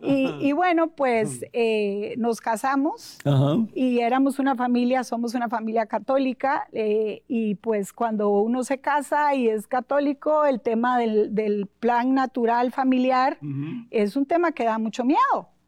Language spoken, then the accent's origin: Spanish; San José, Costa Rica; moved away; nací en Costa Rica, en San José, Costa Rica.